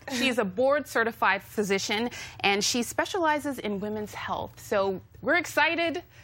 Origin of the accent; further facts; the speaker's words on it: Nigeria; I'm Nigerian.